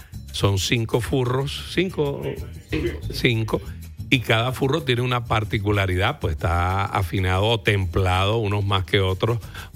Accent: Cabimas, Zulia, Venezuela; con adaptación hacia nuestra tierra cabimera

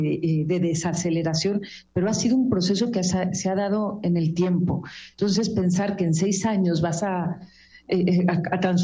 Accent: Guadalajara, Jalisco, Mexico; moved away; yo soy tapatía, pero siempre lo he dicho, yo desde que llegué a Cualtos me asumo también una parte de mi corazón es alteña.

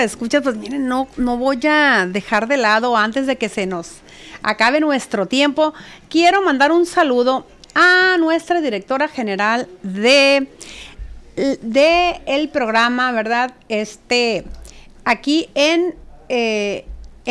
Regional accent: Sinaloa, Mexico; viviendo aquí en nuestro estado de Sinaloa

